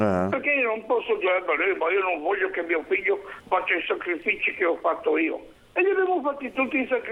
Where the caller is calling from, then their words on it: Badalucco, Liguria, Italy; io sono sempre venuto a Genova, però... mio padre e mia madre, noi siamo di Badalucco